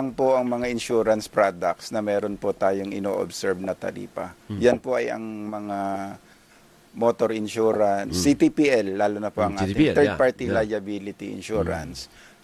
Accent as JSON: {"language": "Tagalog", "region": "Ilocos Region", "country": "Philippines", "said": "Ilocano po ako, sir."}